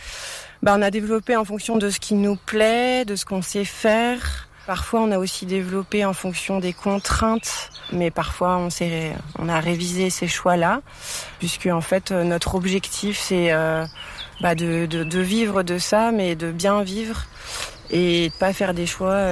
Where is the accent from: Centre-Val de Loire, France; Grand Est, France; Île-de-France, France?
Île-de-France, France; Paris; moved away; je viens de Paris.